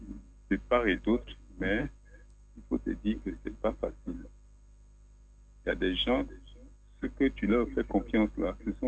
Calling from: Abidjan, Côte d’Ivoire; J'appelle d'Agamé actuellement.

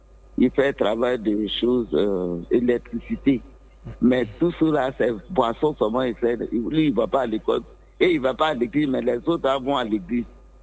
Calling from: Abidjan, Côte d’Ivoire; Moi, j'appelle de Yopougon, zone, à la zone.

